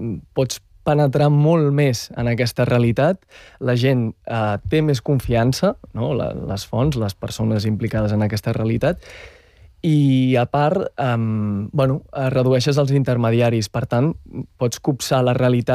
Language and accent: Catalan; Mataró, Catalonia, Spain; born there; Jo sí, sóc nascut a Mataró, al Maresme, com dic a vegades, com la vinya mal. I sí, els meus pares són del nord del Marroc.